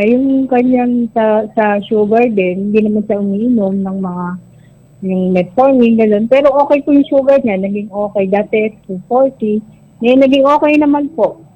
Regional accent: San Jose City, Nueva Ecija, Philippines; Taga San Jose City, Nueva Ecija po.

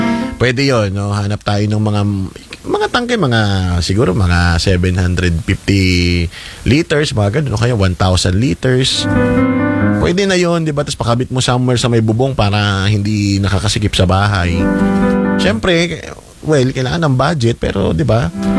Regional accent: Quezon, Calabarzon, Philippines; now in Manila, Philippines; dati sa amin sa Quezon

